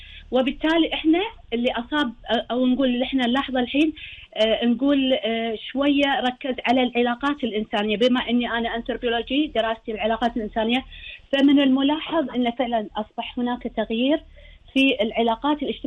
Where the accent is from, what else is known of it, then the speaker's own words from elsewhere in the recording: Kuwait; القيم الدينية عندنا بالكويت متوازنة وثابتة